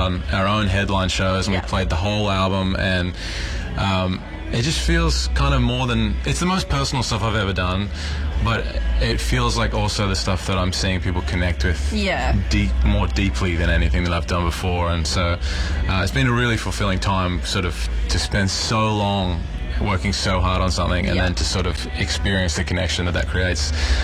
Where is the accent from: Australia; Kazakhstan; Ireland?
Australia; now in United States; because I'm Australian, and I grew up playing here, and I played here for a long time before I moved to America.